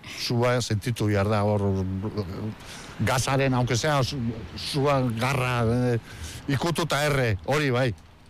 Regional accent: Basque Country, Spain; ni baukat patria, ni euskalduna naiz eta puntxo, ez?

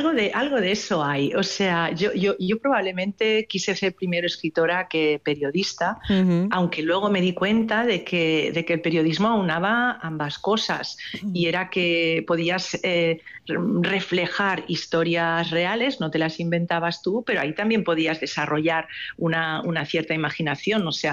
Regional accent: Barcelona, Catalonia, Spain; No soy de La Escala porque yo soy urbana de Barcelona.

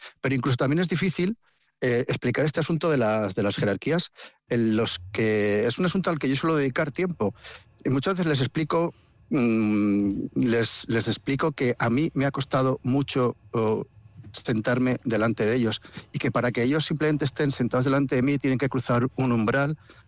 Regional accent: La Rioja, Spain; Claro, y soy riojano y tengo muchos amigos que trabajan en Madrid y también en Andalucía.

